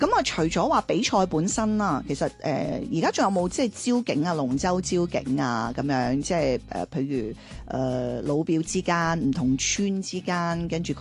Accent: Taishan, Guangdong, China; 咸汤圆系即系传统嘅台山特色，因为通常好似广州啊，大家食嘅都系甜汤圆为主啦。但系咸汤圆我哋由细食到大咧

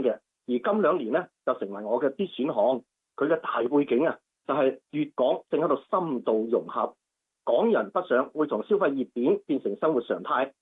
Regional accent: Guangzhou, Guangdong, China; 咁我系广州人嘅。

